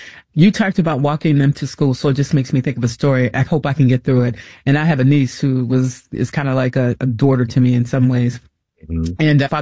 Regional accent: Mississippi, United States; So, and I'm originally from Mississippi.

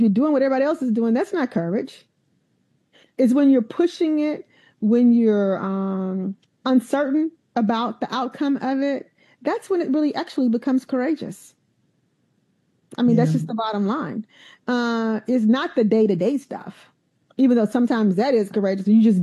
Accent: Alabama, United States; I grew up in Alabama in the 60s and 70s, you know, again, dealing with that.

